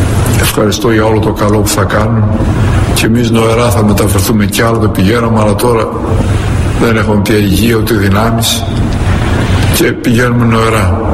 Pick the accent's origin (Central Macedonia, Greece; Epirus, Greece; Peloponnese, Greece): Peloponnese, Greece; Gortynia; now in Athens, Greece; στο χωριό μου, το φτωχικό εκεί κάτω στη Γορτινία